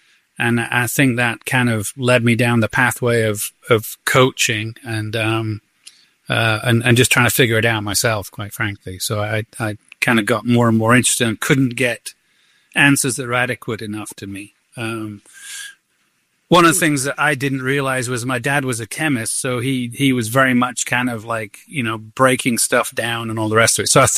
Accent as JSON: {"language": "English", "region": "Northern England", "country": "United Kingdom", "said": "I mean, you know, I'm from Northern England, which is, you said you're from Missouri and kind of not the best part of Missouri, you said."}